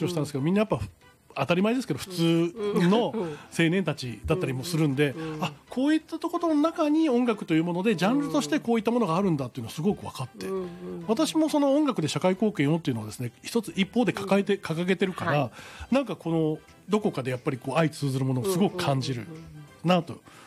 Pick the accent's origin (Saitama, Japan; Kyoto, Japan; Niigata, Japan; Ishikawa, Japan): Saitama, Japan; Hasuda; 自分の地元のハスダ公